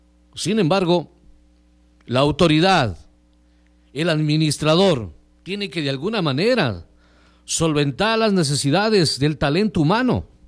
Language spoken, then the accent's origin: Spanish; Gonzanamá, Loja, Ecuador; now in Amazon region, Ecuador; al menos de donde vengo, en la provincia de Loja, el cantón Gonzanamá.